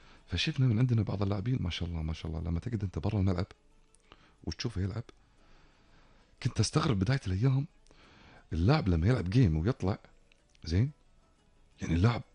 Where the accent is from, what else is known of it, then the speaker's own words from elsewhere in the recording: Kuwait; عندنا بالكويت